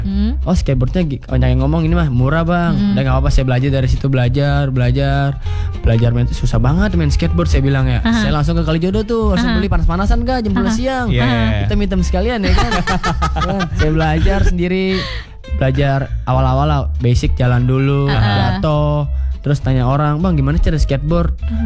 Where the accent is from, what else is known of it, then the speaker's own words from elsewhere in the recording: West Jakarta, Jakarta, Indonesia; Saya dari Jakarta Barat.